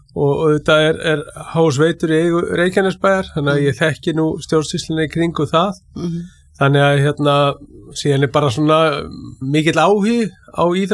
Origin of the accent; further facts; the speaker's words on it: Keflavík, Southern Peninsula, Iceland; Jú, sko, ég er heim megin við, ég er Keflvíkingur og hérna við eigum auðvitað, hérna, Keflavík og Njarðvík